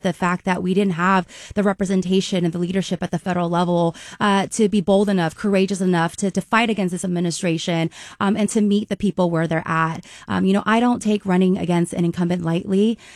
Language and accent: English; Sacramento, California, United States; I was born and raised in South Sacramento. I am the proud daughter of Hmong refugees.